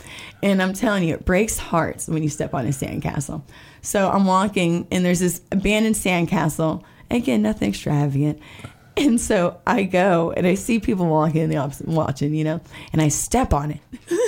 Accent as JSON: {"language": "English", "town": "St. Petersburg", "region": "Florida", "country": "United States", "said": "I'm from St. Pete. St. Pete, shout out."}